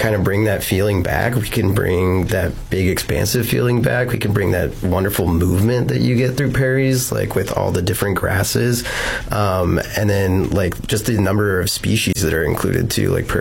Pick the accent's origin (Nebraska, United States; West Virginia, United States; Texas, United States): Nebraska, United States; Omaha; Being born and raised in Omaha, like, I never saw one until I went to like one of these remnant prairies